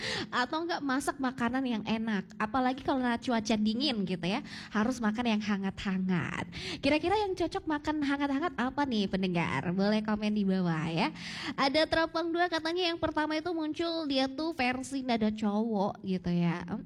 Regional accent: Nias, North Sumatra, Indonesia; Saya orang Nias ya.

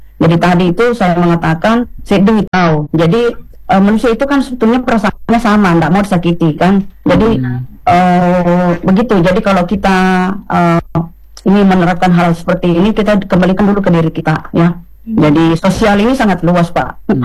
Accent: South Sulawesi, Indonesia; accent: Bugis; saya maaf pakai logat Bugis.

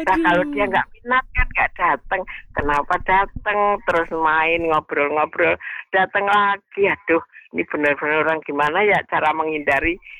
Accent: Makassar, South Sulawesi, Indonesia; Oh, berarti bukan orang Semarang ya? Iya, saya dari Makassar.

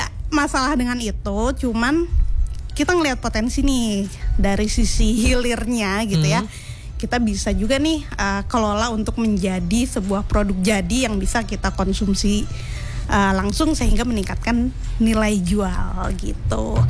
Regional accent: Lampung, Indonesia; aku sama kakakku gitu, dalam hal ini yang sama-sama kita anak Lampung Barat

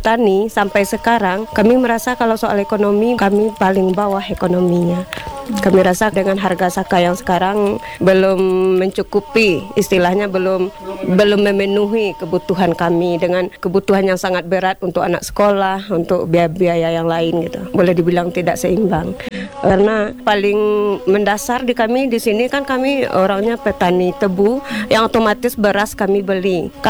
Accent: West Sumatra, Indonesia; Boleh dibilang dari kecil, dari bayi kami dibesarkan di Pondok Kilangan ini. Ini sudah lama sekali karena ini turun-temurun peninggalan dari leluhur kami. Jadi kalau dibilang lama, sudah lama sekali.

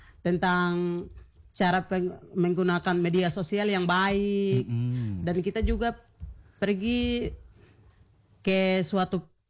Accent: South Papua, Indonesia; kita orang Papua

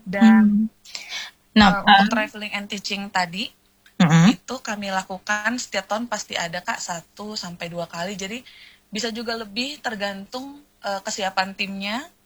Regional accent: North Sumatra, Indonesia; moved away as an adult; Iya, aku dari Sumut, tapi memang penempatan di Kaltim itu sejak 2021 kesini Kak.

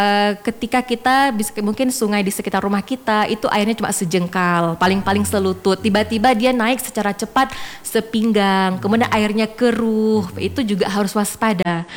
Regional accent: Aceh, Indonesia; Kita Aceh Tengah ini sangat rawan gempa bumi

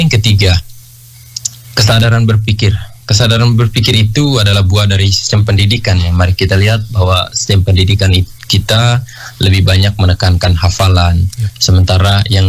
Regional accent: East Nusa Tenggara, Indonesia; Bahwa kita orang NTT lebih mudah mencerna bahasa lisan ketimbang bahasa tulisan.

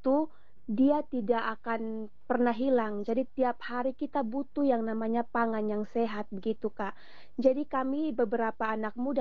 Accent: East Nusa Tenggara, Indonesia; di desa kami, Desa Kesetanan

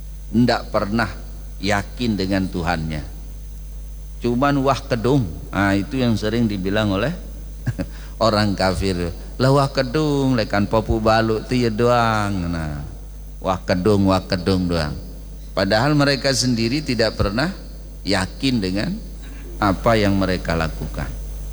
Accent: West Nusa Tenggara, Indonesia; born there; Artinya tiba-tiba itu kita taunya sudah lahir aja di Lombok.

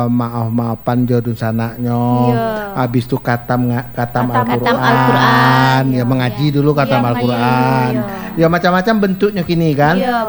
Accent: West Sumatra, Indonesia; Kami orang Minang

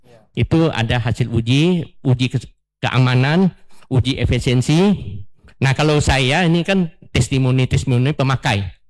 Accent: West Kalimantan, Indonesia; saya sebagai masyarakat diundang bagian dari Kalbar ya, putra daerah

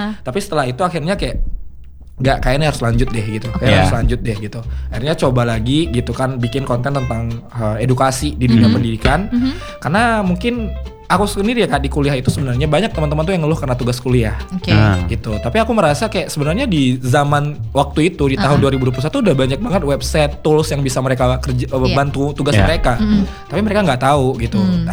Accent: Padang, West Sumatra, Indonesia; now in Jakarta, Indonesia; aku kan aslinya dari Padang gitu. Dari Padang

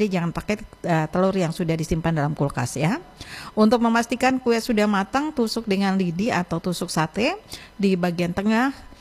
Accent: Papua, Indonesia; keriting rambutku, aku Papua

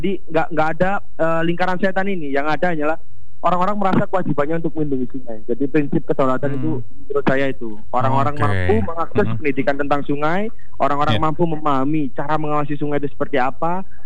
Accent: Gresik, East Java, Indonesia; born there; saya lahir di Gresik

